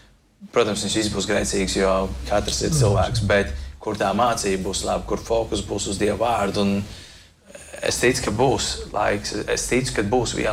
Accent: Liepāja, Kurzeme, Latvia; mēs no Liepājas

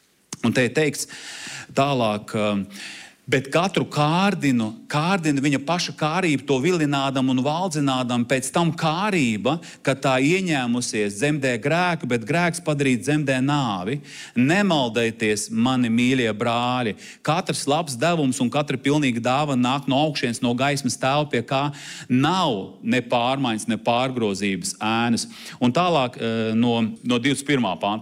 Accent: Armenia; Es esmu tur gruzīns, esmu tur armēnis. Mums armēņiem šī tāda karsta asinis.

